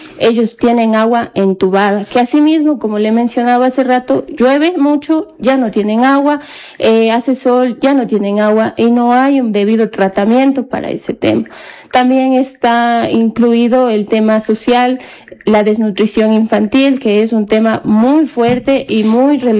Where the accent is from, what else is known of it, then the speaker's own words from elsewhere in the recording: La Magdalena, Bolívar, Ecuador; Yo soy de La Magdalena, nací en San Miguel de Bolívar y toda mi vida crecí y estudié también en la escuelita de La Magdalena, la escuela Juan Rosendo González y el colegio del Nacional Técnico La Magdalena.